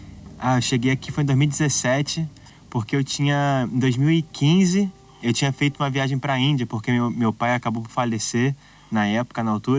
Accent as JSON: {"language": "Portuguese", "region": "Rio de Janeiro", "country": "Brazil", "first_language": "Portuguese", "moved": "as an adult", "lives_now": "Portugal", "said": "Eu sou do Rio de Janeiro mesmo."}